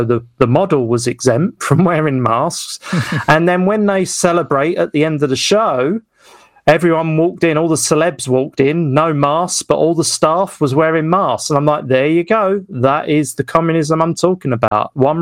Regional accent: Westcliff, East of England, United Kingdom; doing a show in Westcliff in my hometown, but having an American compere, I thought that was going to sound cool, you know.

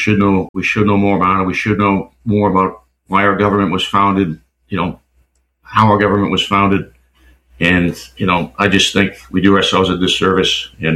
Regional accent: Maine, United States; moved away as an adult; I grew up in Southern Maine, which in a town that was founded in 1643.

